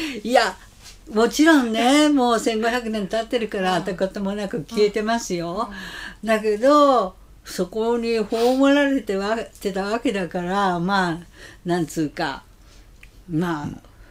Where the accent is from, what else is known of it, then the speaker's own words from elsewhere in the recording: Kansai, Japan; 私はあの関西出身だから向こう市は実は知らなかったのね。